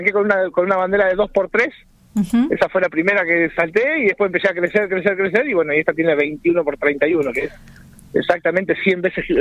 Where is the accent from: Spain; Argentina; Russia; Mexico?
Argentina; moved away as an adult; Yo lo soy siempre y amo ser argentino y viví muchos años fuera y realmente prefiero estar acá.